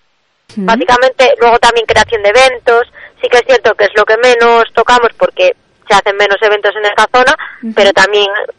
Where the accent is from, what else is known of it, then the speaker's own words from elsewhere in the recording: Ferrol, Galicia, Spain; Los que somos de Ferrol de siempre sufrimos, de hecho toda mi familia siempre se dedicó al mundo de los de tener tiendas y todo, y vivimos en primera carne